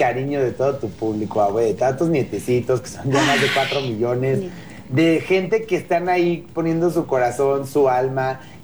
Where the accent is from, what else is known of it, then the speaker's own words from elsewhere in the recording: Mexico; nosotros porque somos mexicanos, nosotros porque nos encantan las enchiladas